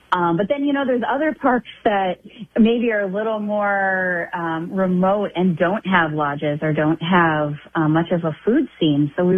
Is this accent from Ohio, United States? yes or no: yes; Ohio, United States; moved away; I feel like I'm from Ohio originally